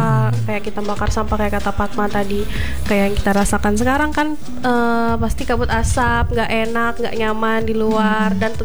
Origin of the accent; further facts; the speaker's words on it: Palangka Raya, Central Kalimantan, Indonesia; Kalau aku aslinya orang Palangka.